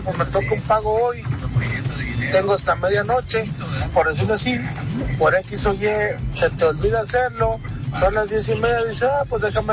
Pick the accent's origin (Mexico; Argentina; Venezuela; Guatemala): Mexico; somos mexicanos